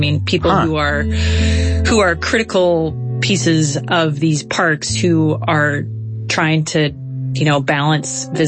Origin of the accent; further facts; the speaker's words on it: Midwest, United States; Yeah, I'm from the Midwest.